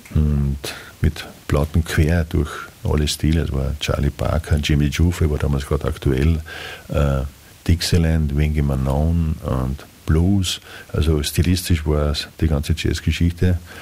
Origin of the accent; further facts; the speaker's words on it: Bleiburg, Carinthia, Austria; Vor allem am Land, ich bin aus Bleiburg unter Kärnten, da hat es praktisch überhaupt nicht gegeben.